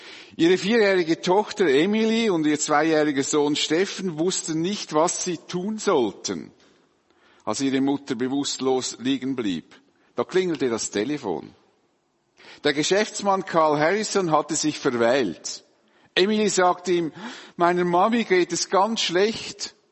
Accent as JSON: {"language": "German", "town": "Dietikon", "region": "Zurich", "country": "Switzerland", "tie": "born or raised there", "said": "mit großen Maschinen auf die Felder, wo ich aufgewachsen bin, in Dietikon, nahe von hier, nicht wahr?"}